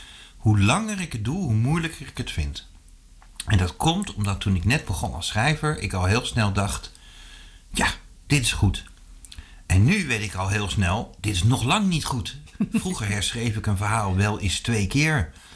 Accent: Zutphen, Gelderland, Netherlands; dat was in Zutphen, waar ik vandaan kom.

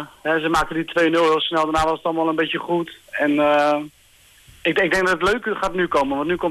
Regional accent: Rotterdam, South Holland, Netherlands; moved away as an adult; also born or lived in Capelle aan den IJssel; now in Gouda, Netherlands; ik ben veel in Rotterdam opgegroeid ook.

